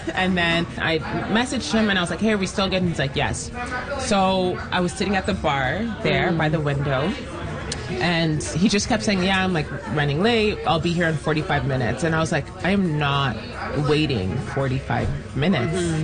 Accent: Toronto, Ontario, Canada; So growing up in Toronto

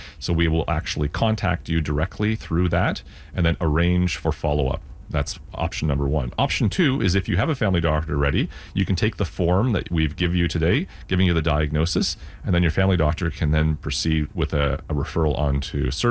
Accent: Ottawa, Ontario, Canada; I'm a dermatologist from Ottawa, actually.

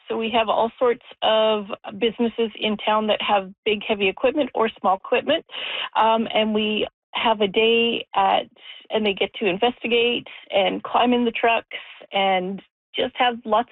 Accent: Canmore, Alberta, Canada; moved away as an adult; now in Iroquois Falls, Canada; No, I'm originally from Canmore, Alberta, and a long story short, I got married, moved to Timmins, and I'm not married to that person anymore. I'm in Iroquois Falls

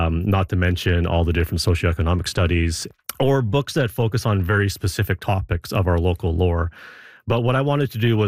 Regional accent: Yellowknife, Northwest Territories, Canada; I'm born and raised in Yellowknife.

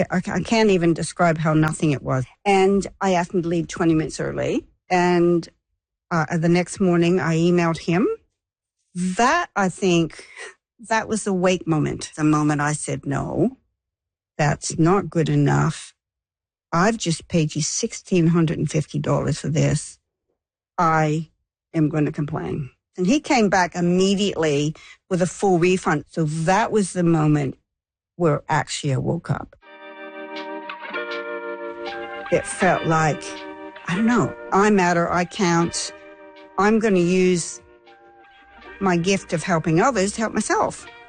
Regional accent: Canada; moved away as an adult; now in Australia; I'm a Canadian living in Australia. I've been here 40 years. On the approach of my 70th birthday

